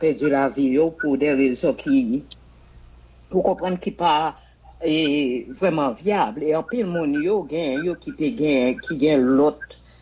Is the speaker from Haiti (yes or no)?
yes; Haiti; moi-même, en tant qu'haïtien, qu'on est là, je commence à fatiguer